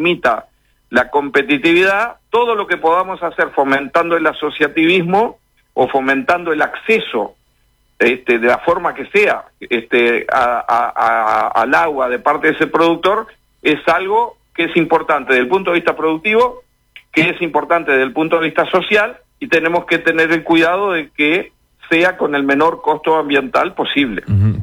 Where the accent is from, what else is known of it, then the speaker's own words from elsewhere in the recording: Montevideo, Uruguay; born there; Muchos que somos montevideanos